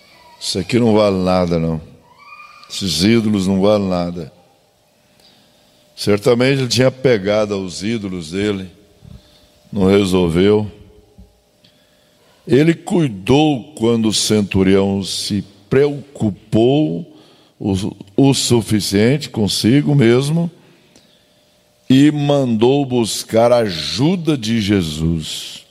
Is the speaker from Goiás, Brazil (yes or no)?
yes; Trindade, Goiás, Brazil; Em Trindade, por exemplo, onde eu fui criado